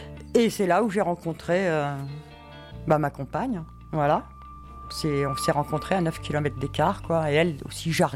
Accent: Paris, Île-de-France, France; now in Tarn, France; Moi, je suis née à Paris, j'ai grandi à Paris. Et dans les années 85, je suis arrivée dans le Tarn

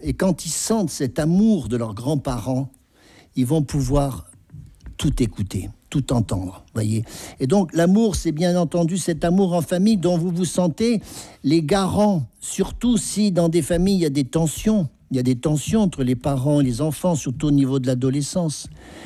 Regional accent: France; Alors, je sais bien, les Français, on aime bien manger, mais quand même.

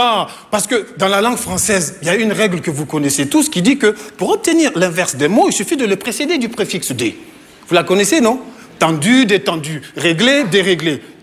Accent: Niger; now in France; Bon, mais ça n'empêche que même si je suis nigérien, maintenant je me fais beaucoup d'amis en France, hein, tu vois.

